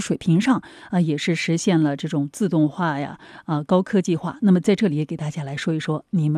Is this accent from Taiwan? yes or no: no; China; 才是真正的适合我们中国人吃的啊，